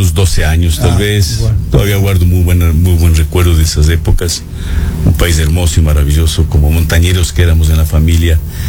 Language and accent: Spanish; Quito, Pichincha, Ecuador; soy oriundo de La Tola, pues.